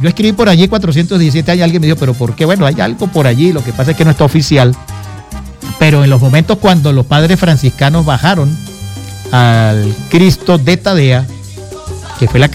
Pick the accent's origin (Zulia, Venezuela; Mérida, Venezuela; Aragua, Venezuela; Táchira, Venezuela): Táchira, Venezuela; La Grita; yo soy de la Grita